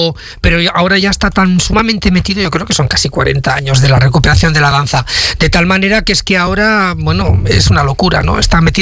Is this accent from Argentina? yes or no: no; Palazuelos de Eresma, Castile and León, Spain; eran las de mi pueblo, de Palazuelos, porque todavía, estando cerca de la capital